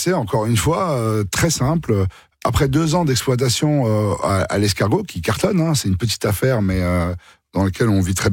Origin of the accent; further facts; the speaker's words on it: Suresnes, Île-de-France, France; born there; En fait, moi, je suis né à Suresnes, donc je me suis toujours un peu baladé dans les villes des Hauts-de-Seine.